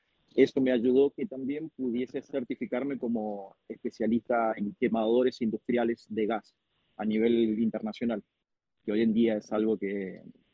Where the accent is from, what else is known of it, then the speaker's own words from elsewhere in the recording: Godoy Cruz, Mendoza, Argentina; moved away as an adult; also born or lived in Villa Mercedes, San Luis; yo soy oriundo de Godecruz, Mendoza. Nacido en la ciudad de La Cepa, donde juega el club Antonio Tomba. Así que feliz de haber nacido. Y bueno, estuve hasta los 18 años en Mendoza. Después me moví a Villa Mercedes, San Luis